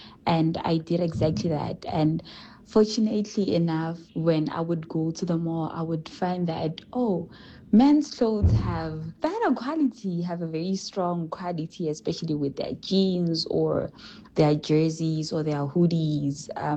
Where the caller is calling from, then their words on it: South Africa; I am from South Africa.